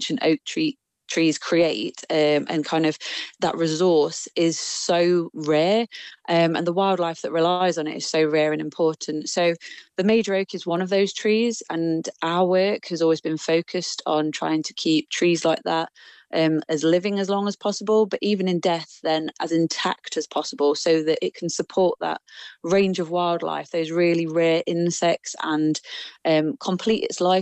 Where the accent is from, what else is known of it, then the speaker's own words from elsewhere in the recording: Nottingham, East Midlands, United Kingdom; I'm a local girl, so I'm from Nottingham